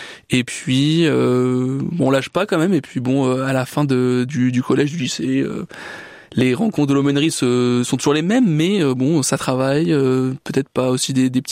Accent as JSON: {"language": "French", "town": "Paris", "region": "Île-de-France", "country": "France", "tie": "born or raised there", "moved": "as an adult", "lives_now": "Orléans, France", "said": "moi je suis un Parisien pur jus. Je suis né à Paris et j'y ai passé quasiment toute ma vie, justement avant de venir à Orléans."}